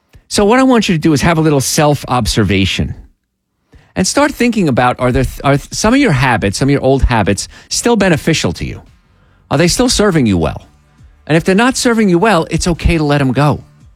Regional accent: New Jersey, United States; And when I was young, I grew up in New Jersey and I grew up as a truck driver.

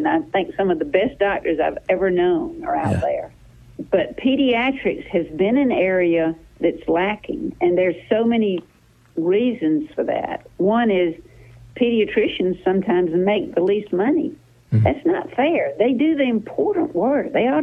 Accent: Sandersville, Georgia, United States; I'm from Sandersville, Washington County, and my family's practiced medicine there for 200 years.

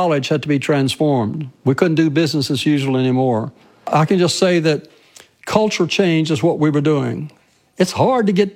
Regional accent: Mecklenburg County, Virginia, United States; moved away as an adult; now in Ohio, United States; I'm not an Ohio native. I grew up in Southern Virginia

